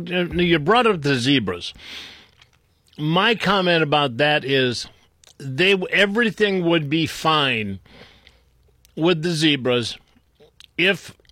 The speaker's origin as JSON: {"language": "English", "town": "Cleveland", "region": "Ohio", "country": "United States", "tie": "born or raised there", "said": "But, you know, I grew up in Cleveland, and I loved having people show up at practice, even if it meant that I didn't get lunch."}